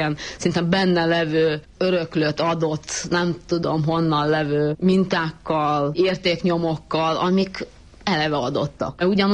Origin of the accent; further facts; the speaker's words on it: Ural, Russia; also born or lived in Saint Petersburg; Azért tudom, mert hogy 6 éves koromban én elköltöztem Leningrádból, 7 éves koromtól kezdve egy uráli városban laktam